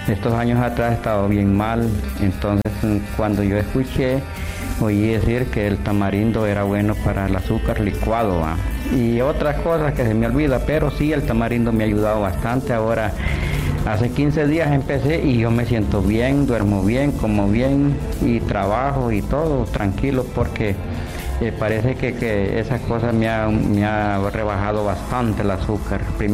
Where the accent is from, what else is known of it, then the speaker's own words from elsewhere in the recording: Esquías, Comayagua, Honduras; Yo vengo de Esquías.